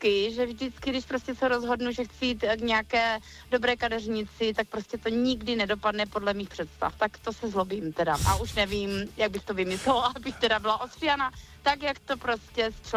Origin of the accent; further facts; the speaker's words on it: Šumperk, Olomouc Region, Czechia; also born or lived in United Kingdom; Já jsem ze Šumperka a ten přízvuk mám asi z toho důvodu, protože jsem dlouho žila v Británii a učím angličtinu, takže...